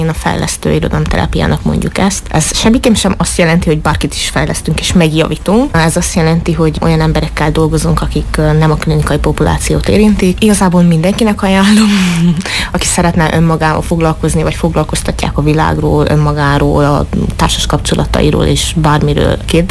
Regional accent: Romania; accent: Gyimes dialect; now in Cluj-Napoca, Romania; gyimesi, hogyha hallatszik a tájszólásomon

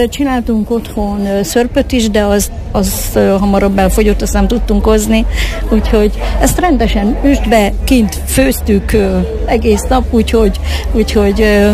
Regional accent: Bán-Horváti, Borsod-Abaúj-Zemplén, Hungary; Bán-Horvátiból jöttünk, ott termeljük a fekete berkenyét.

